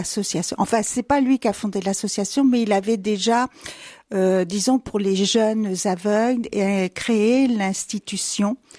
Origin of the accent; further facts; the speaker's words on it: Chaumont-en-Vexin, Hauts-de-France, France; born there; Alors, je suis née dans l'Oise. À Chaumont-en-Vexin, exactement.